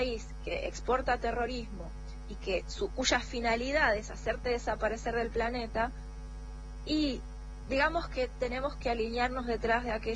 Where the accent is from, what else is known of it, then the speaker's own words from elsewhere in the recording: Argentina; A los argentinos nos quieren.